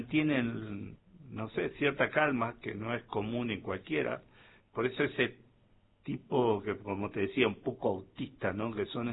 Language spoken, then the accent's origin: Spanish; Argentina; la herencia de valores de pasión y de genialidad, la que nos define a los argentinos.